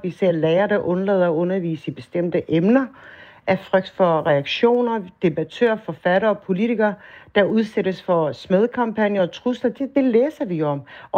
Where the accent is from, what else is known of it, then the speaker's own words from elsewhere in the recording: Odense, Region of Southern Denmark, Denmark; jeg er vokset op i Vollsmose.